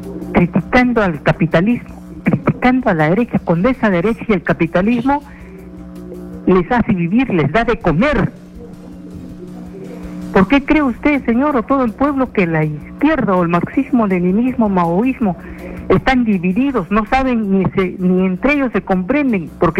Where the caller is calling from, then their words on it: Lima, Peru; de Comas.